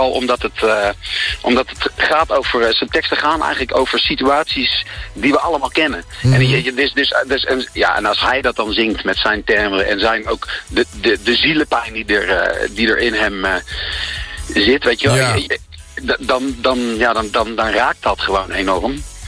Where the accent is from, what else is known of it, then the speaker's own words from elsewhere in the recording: Utrecht, Netherlands; Ik ben gewoon geen oorspronkelijke Amsterdammer. Ik kom zelfs uit Utrecht. Maar goed, ligt net in de provincie Utrecht.